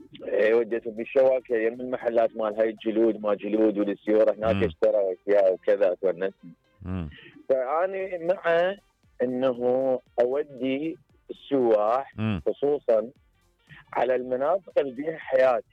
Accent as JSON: {"language": "Arabic", "country": "Iraq", "said": "انا عراقي"}